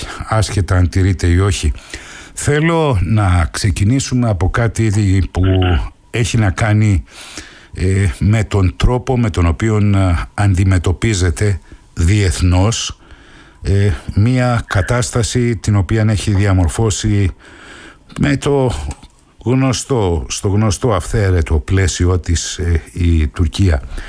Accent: Greece; εμείς ως Έλληνες

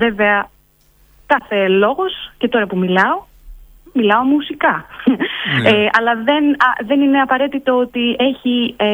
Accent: Crete, Greece; εδώ στην Κρήτη, στην πατρίδα μου

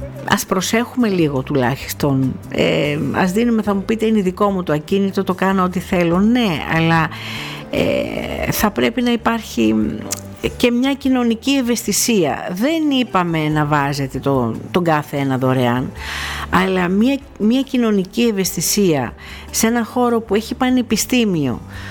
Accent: Rhodes, South Aegean, Greece; Έχουμε και εγώ τηλεφωνήματα από την ιδιαίτερη πατρίδα μου

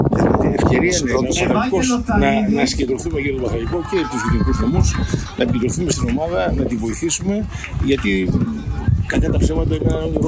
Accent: Eastern Macedonia and Thrace, Greece; Εγώ το πιστεύω είμαι Παθρακός. Αυτή είναι ο Σπαρδέκης μας, είναι Παθρακός, γιατί αυτή η ομάδα, αυτή η πόλη μου, εδώ μεγάλες, εδώ γεννήθηκε, εδώ έπαιξα μπάλα, έφτιαξα την ομάδα

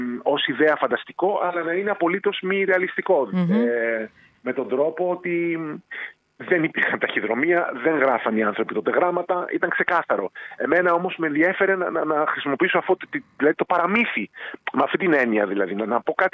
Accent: Chalkida, Central Greece, Greece; το χωριό μου, η Χαλκίδα δηλαδή.

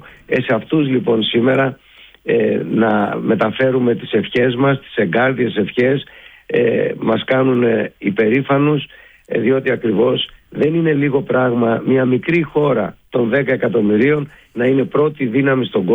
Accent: Greece; εμείς ως Έλληνες είμαστε υπερήφανοι

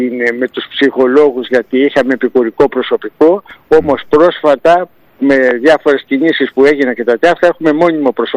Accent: Kypseli, Greece; born there; αυτό το συγκεκριμένο το παιδί ήταν και από το χωριό μου.

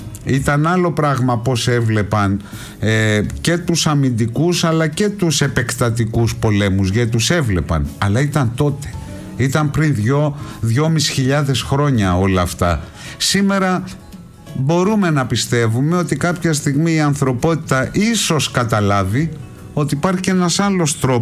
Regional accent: Greece; Εγώ είμαι περήφανος που είμαι Έλληνας, αγαπώ αυτόν τον τόπο

